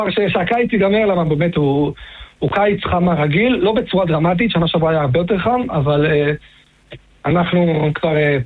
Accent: Jerusalem, Jerusalem District, Israel; כן, כן, כן, אני ירושלמי

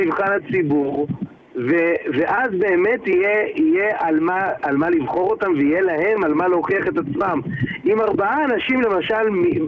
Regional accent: Rishon LeZion, Central District, Israel; כמו בעיריות אחרות שאני גדלתי בתור ילד בראשון, אז אני יודע מה זה עיר מתוקנת.

